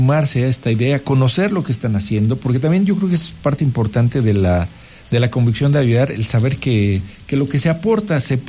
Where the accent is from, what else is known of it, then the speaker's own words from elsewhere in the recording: Mexico; así somos los mexicanos, ¿no?